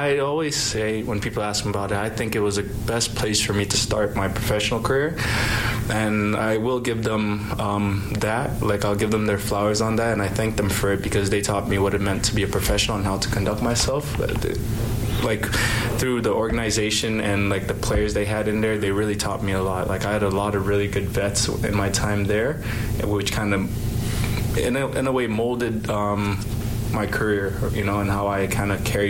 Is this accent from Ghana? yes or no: yes; Ghana; Yeah. We actually played everything but football. Like, we ran, we were in track, we played soccer.